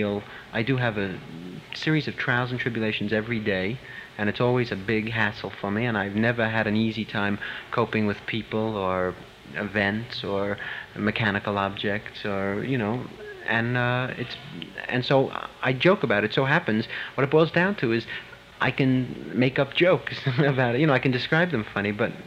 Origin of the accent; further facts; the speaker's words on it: Brooklyn, New York, United States; The fact is the fact. I am from Brooklyn.